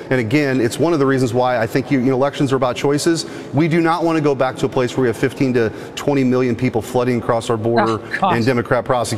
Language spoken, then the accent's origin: English; Missouri, United States; my home state of Missouri.